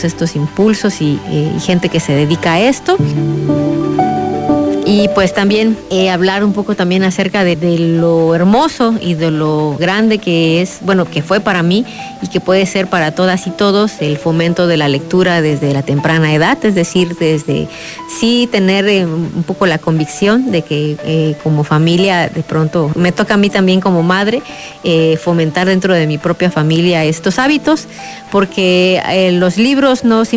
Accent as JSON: {"language": "Spanish", "region": "Chiapas", "country": "Mexico", "said": "ella como oaxaqueña, yo como chiapaneca"}